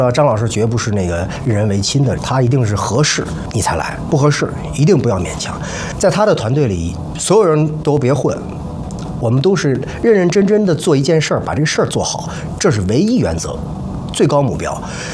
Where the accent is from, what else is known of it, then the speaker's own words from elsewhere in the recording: Xi'an, Shaanxi, China; 我是土生土长的西安人，西安给了我无限的创作的土壤，有很多不是陕西本地的演员，本身我们陕西人之间交流就是下意识就是用家乡话